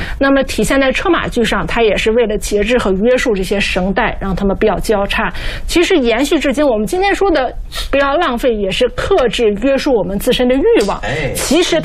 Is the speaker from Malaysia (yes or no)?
no; China